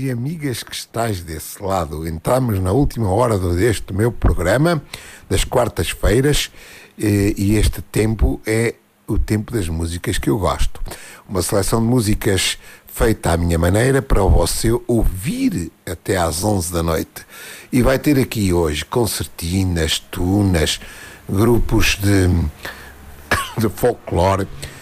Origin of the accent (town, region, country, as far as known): Arganil, Centro, Portugal; born or raised there